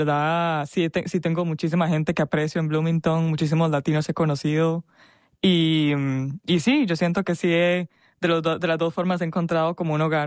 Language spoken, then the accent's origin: Spanish; Costa Rica; moved away; dejar, la verdad, mi cultura, donde crecí, porque yo crecí en Costa Rica la mayoría de mi vida. Entonces, ya dejar de ver como el país fue duro.